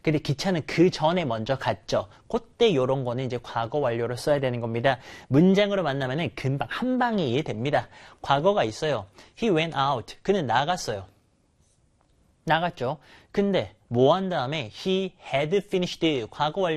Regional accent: Busan, South Korea; moved away as an adult; now in near Seoul, South Korea; 제가 부산 출신이거든요. 부산에서 20년 살았습니다.

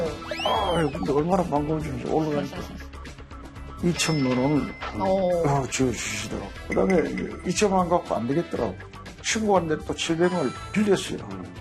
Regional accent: Donghae, Gangwon, South Korea; 저 고향이 강원도 무코입니다.

